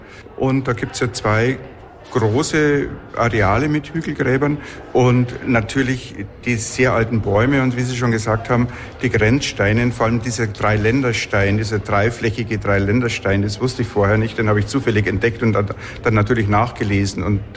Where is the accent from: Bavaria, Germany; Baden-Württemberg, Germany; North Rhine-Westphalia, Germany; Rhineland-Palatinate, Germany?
Bavaria, Germany; Ingolstadt; now in Munich, Germany; lebe ja in München und war seit Jahrzehnte dann nicht mehr dort und ich habe ihn eigentlich ganz neu entdeckt. Und mich zieht's halt als Münchner immer wieder in meine alte Heimat